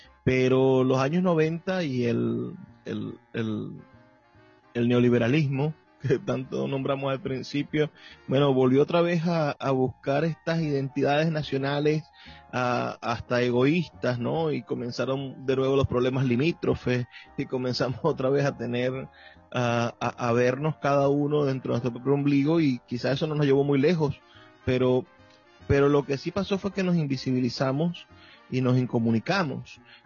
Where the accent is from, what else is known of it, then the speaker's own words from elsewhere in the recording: Venezuela; su ensayística logró definir la idea de lo que somos como venezolanos y entender nuestra relación con el mundo